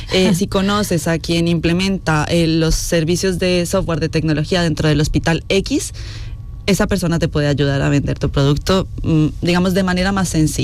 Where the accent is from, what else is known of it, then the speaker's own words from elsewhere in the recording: Colombia; Yo en Colombia había tenido la oportunidad de trabajar, que yo soy colombiana, por si acaso, había tenido la oportunidad de trabajar con algunas empresas del sector sanitario